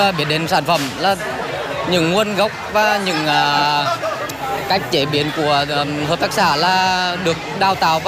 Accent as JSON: {"language": "Vietnamese", "region": "Đắk Lắk", "country": "Vietnam"}